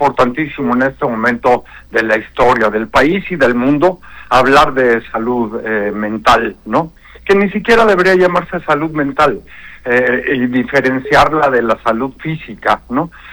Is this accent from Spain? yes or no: no; Mexico; Pues somos mexicanos, ¿no?